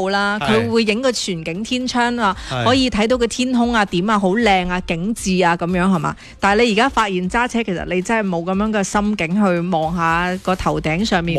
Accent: Guangdong, China

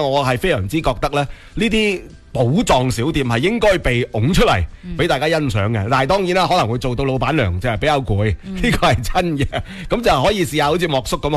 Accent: Foshan, Guangdong, China; 我哋佛山人去南越王墓博物馆咧

